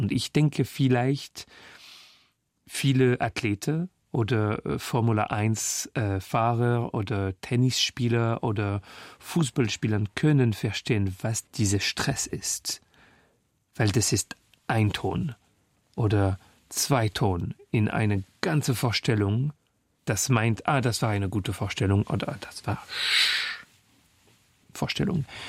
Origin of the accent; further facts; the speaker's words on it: Paris, Île-de-France, France; born there; German is a second language; Weil ich singe ein paar Kilometer von wo ich geboren bin, in Klinik des Lilas, beim 20. Arrondissement.